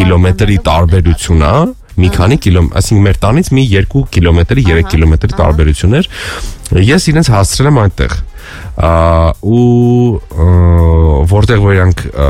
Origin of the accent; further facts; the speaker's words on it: Yerevan, Armenia; միգուցե որ այստեղ ծնվել մեծացել ենք դրանից, հա